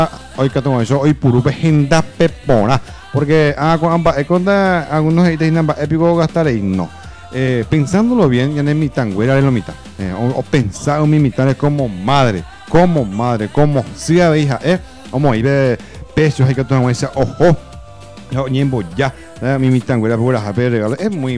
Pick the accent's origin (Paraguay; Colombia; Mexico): Paraguay; como ciudadanos, como paraguayos y como alboradense